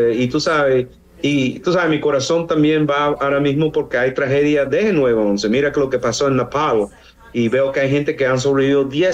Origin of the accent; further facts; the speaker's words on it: Barranquilla, Atlántico, Colombia; now in United States; que gente aquí saben que yo soy inmigrante de Colombia y hago lo mejor que yo puedo porque mis padres me enseñaron que vamos a venir a los Estados Unidos, pero también nunca se le olvidará de dónde viniste, que eres barranquillero.